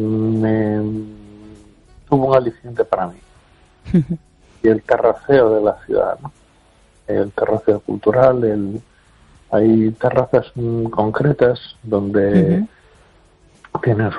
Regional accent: Las Palmas de Gran Canaria, Canary Islands, Spain; A ver, yo, con todo mi respeto, soy pueblo canario. Yo uh-huh. en las Canarias, en la Palma de Gran Canaria

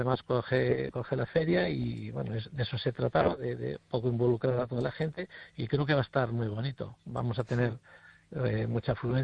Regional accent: Galicia, Spain; Galicia está hecha, digamos, por la gente que vivimos y que somos gallegos

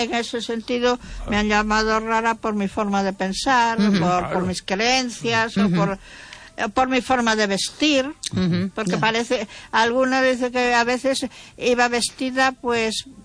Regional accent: Galicia, Spain; soy gallega.

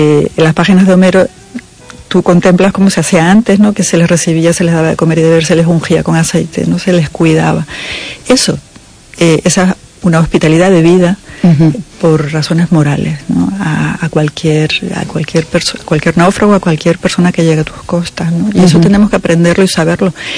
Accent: Canary Islands, Spain; Tanto Galicia como Canarias, que es mi tierra, son tierras con mirada atlántica, con vocación atlántica

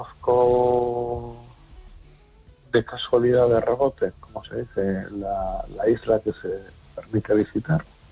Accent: Las Palmas de Gran Canaria, Canary Islands, Spain; soy pueblo canario. Yo en las Canarias, en la Palma de Gran Canaria

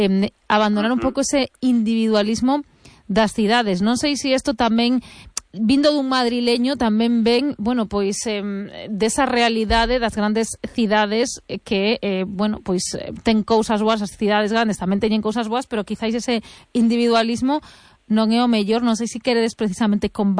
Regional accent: Pontevedra, Galicia, Spain; born there; Veciña tamén, eu son pontevedresa de nacemento.

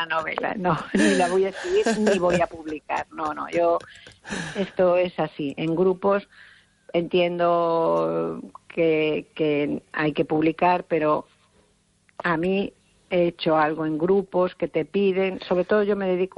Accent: Pontevedra, Galicia, Spain; Galician is a second language; also born or lived in Bilbao; cando puiden vir para Galicia, que son de Pontevedra, o primeiro que fixen foi aprender o galego que non sabía

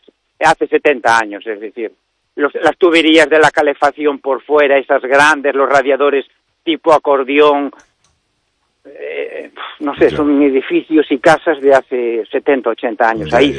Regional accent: Spain; soy un deportista español

